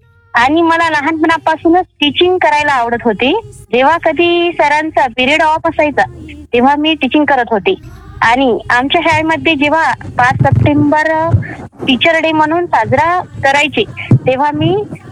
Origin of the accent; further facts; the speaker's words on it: Pardi Asra, Maharashtra, India; moved away as an adult; now in Sukli, Washim, India; जिल्हा वाशिम आहे। वाशिम वरून 20 किलोमीटर अंतर माझं गाव आहे। तसेच माझे माहेर पारडी आसरा आहे। माझं शिक्षण BA फायनल झाले आहे।